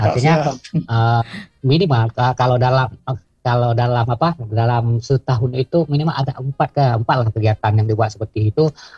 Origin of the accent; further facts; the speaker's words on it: Aceh, Indonesia; saya orang Aceh, saya kan orang pasaran di warung kopi.